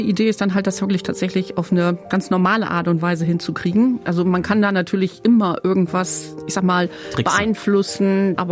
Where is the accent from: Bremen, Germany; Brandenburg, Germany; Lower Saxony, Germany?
Bremen, Germany; born there; Ich bin in Bremen-Nord geboren, also noch damals im Hartmannstift und habe dann auch so Exkursionen gemacht in Richtung Stadtzentrum. Ich habe sogar mal früher in der Sögestraße gewohnt. Ich bin dann mal irgendwann in die Neustadt übergesiedelt und dann musste ich wieder zurück nach Nord.